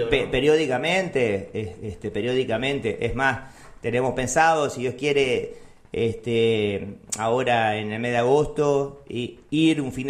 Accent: Uruguay; nosotros como uruguayos capaz que no lo notamos o no lo valoramos tanto, pero creo que vivimos en un hermoso país de gente muy buena

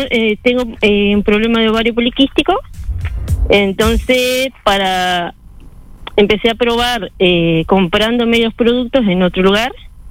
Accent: San Javier, Río Negro, Uruguay; De San Javier, Río Negro.

